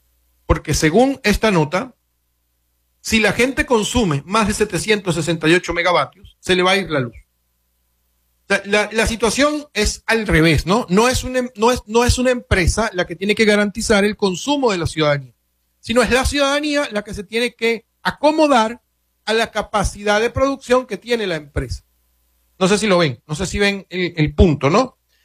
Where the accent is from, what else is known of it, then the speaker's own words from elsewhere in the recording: Venezuela; donde se genera la mayoría de los efectos climáticos que nos afectan como país, como venezolanos.